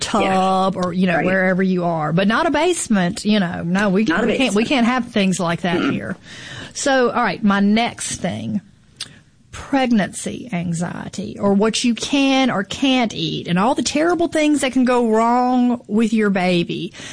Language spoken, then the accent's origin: English; the Delta, United States; I'm from the Delta, and tornadoes were just kind of a pretty common thing.